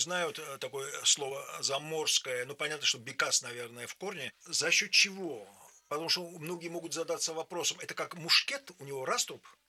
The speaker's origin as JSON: {"language": "Russian", "country": "Georgia", "said": "я как кавказец, как грузин, я не мог обойти вниманием эту цитату"}